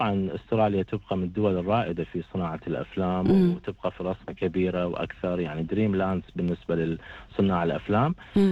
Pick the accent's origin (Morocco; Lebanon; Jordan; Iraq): Iraq; طبعا كعراقي حس بهذا الخطر